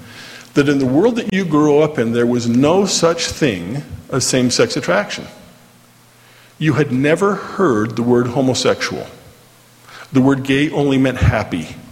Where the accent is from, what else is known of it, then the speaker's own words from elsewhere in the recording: Orem, Utah, United States; and I grew up here in Orm, so I know it was just a little bit south of there, right about in there. That's where we live.